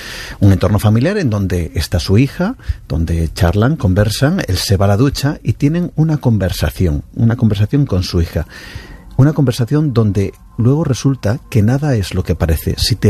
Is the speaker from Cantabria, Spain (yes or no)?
yes; Cantabria, Spain; Estoy en mi tierra y una tierra, ya sabes, llena de misterios.